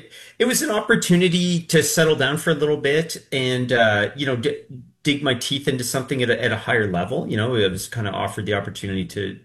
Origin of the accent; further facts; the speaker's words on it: Ontario, Canada; moved away as an adult; also born or lived in France; So my family's from Nova Scotia originally, although I grew up in Ontario. And then, my parents retired out here.